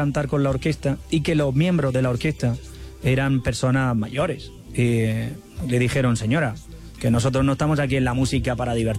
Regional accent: Almería, Andalusia, Spain; now in Mexico; cada vez que cantaba cerca de mi tierra Almería, pues venía a verme, a las ferias, a las fiestas.

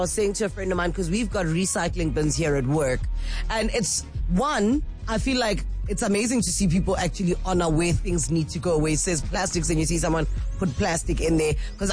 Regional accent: Soweto, Gauteng, South Africa; I grew up in Soweto.

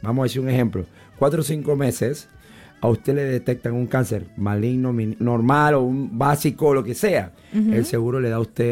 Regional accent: Panama; En mi tierra, en Monaderillo

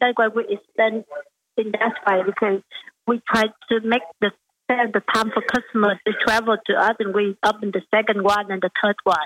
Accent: Vietnam; English is a second language; moved away as an adult; now in Australia; Yeah, I'm from Vietnam, so I've been here 2011 with overseas students, and I'm studying accounting, the master degree in Griffith University

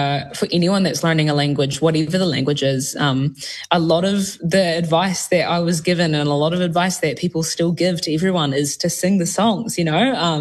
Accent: Southland, New Zealand; As I said, Ki Murihiku, I grew up in Southland. Down there grew up in a really little rural town.

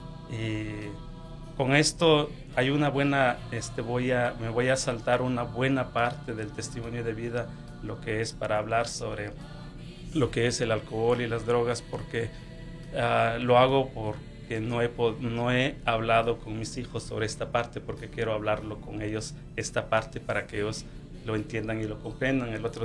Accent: Guatemala; moved away as an adult; Entonces, me vengo de salgo de Guatemala, llego en este país como todo sueño de todos, ¿verdad?

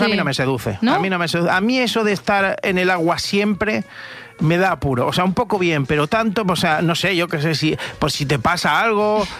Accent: Galicia, Spain; Pero es que soy gallego yo.

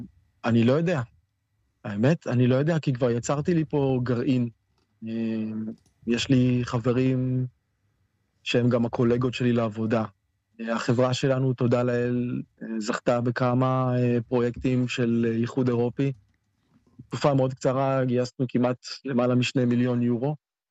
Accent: Kiryat Shmona, Northern District, Israel; moved away as an adult; now in Faro, Portugal; אני הייתי תושב קריית שמונה.

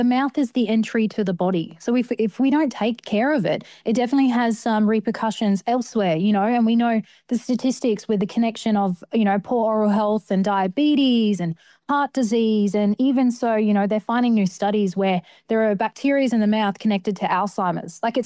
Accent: Darwin, Northern Territory, Australia; moved away as an adult; now in Adelaide, Australia; Yeah, so I was born and raised up in Darwin for majority of my life until I made my travels down to Kaurna country in Adelaide to start my studying journey a little bit more.

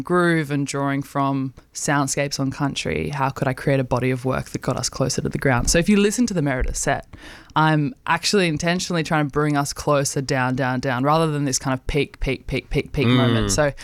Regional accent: Alice Springs, Northern Territory, Australia; moved away; also born or lived in Melbourne; I grew up on Arduna country in Alice Springs, and my family were heavily intertwined with KAMA, the Central Australian Aboriginal Media Association.

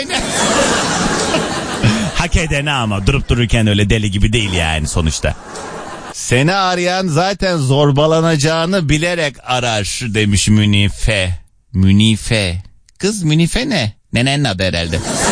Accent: Kars, Turkey; Bir ben Karslıyım.

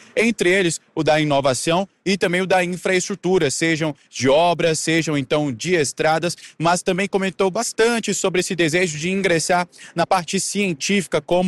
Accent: Roraima, Brazil

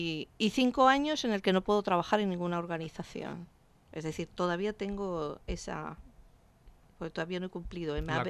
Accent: Spain; además es que yo como española también yo sé que este dinero viene de los impuestos de los españoles

